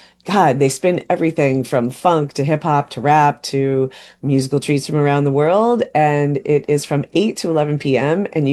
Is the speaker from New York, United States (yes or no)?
yes; Shelter Island, New York, United States; In my hometown of Shelter Island, on Saturday, rain or shine, the Havens Farmer's Market opens for the season.